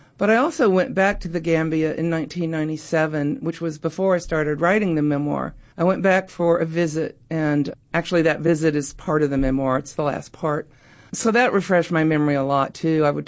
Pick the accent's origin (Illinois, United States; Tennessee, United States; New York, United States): Tennessee, United States; Oak Ridge; the geography part comes from my home where I grew up in East Tennessee. I grew up in Oak Ridge, and then going to Africa